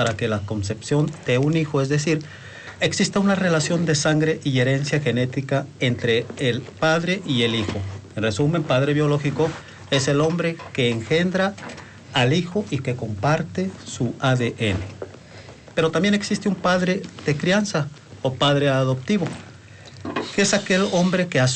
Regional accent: Ciudad Valles, San Luis Potosí, Mexico; Yo soy de la Huasteca Potosina, de Ciudad Valles, San Luis Potosí.

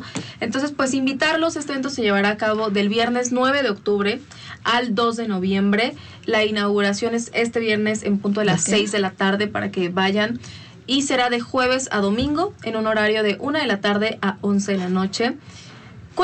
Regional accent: Mexico; una de las tradiciones más hermosas que nos representan como mexicanos, que justamente es el Día de Muertos.

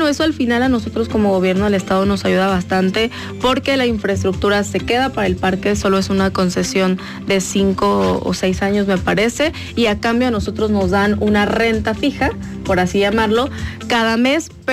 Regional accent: Puebla, Mexico; los parques son de nosotros como poblanos.

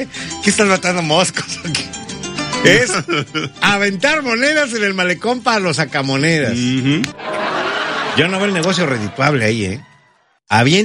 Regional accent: Veracruz, Mexico; Aunque todos sabemos que es de mantarray. Pero si somos jarochos, lo sabemos.

